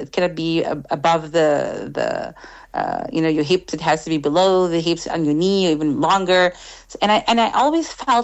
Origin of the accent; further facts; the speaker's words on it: Egypt; first language Arabic; English is a second language; moved away; I grew up in Egypt, so my first language is Arabic.